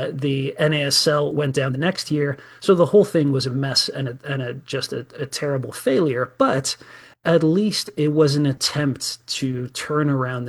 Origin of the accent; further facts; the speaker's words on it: Netherlands; my country, I was born in the Netherlands, was in the World Cup final.